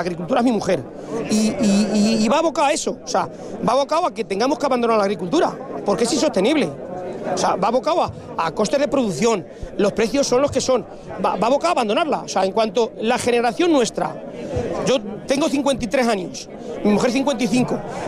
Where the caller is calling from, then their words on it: Toledo, Castilla-La Mancha, Spain; De Toledo.